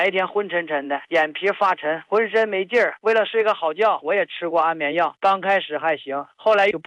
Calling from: Harbin, Heilongjiang, China; 今年78了

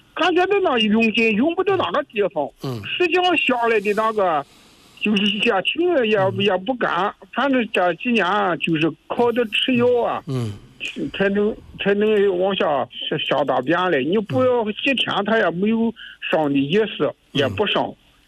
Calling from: Jinan, Shandong, China; 我是山东济南的。

